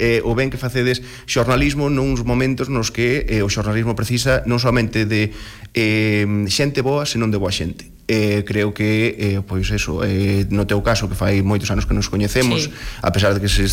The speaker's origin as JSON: {"language": "Galician", "town": "Palas de Rei", "region": "Galicia", "country": "Spain", "said": "eu que son da Ulloa, son de Palas"}